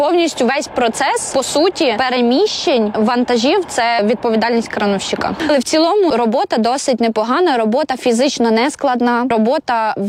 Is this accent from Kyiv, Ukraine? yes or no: no; Rivne Oblast, Ukraine; now in Lviv, Ukraine; Я з Рівненської області, і в нас там не сильно багато кранів. Точніше, 2 на все Рівне раніше було. Я коли переїхала в Львів